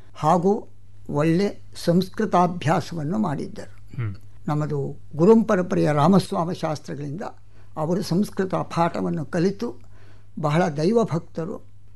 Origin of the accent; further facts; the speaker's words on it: Kanagal, Karnataka, India; born there; ದೊಡ್ಡದು ನಾಡೆ ಹೆಂಚಿನ ಮನೆ ಕಣಗಾಲ್ನಲ್ಲಿ. ಆ ನಾಡೆ ಹೆಂಚಿನ ಮನೆಯಲ್ಲಿ ನಾವೆಲ್ಲ ಹುಟ್ಟಿದವರು.